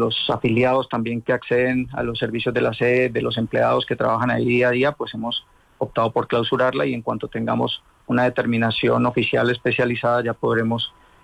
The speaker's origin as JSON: {"language": "Spanish", "region": "Valle del Cauca", "country": "Colombia", "said": "que sea el volver a hermanarnos como ciudadanos, como vallecaucanos, como colombianos, y que una camiseta no nos divida."}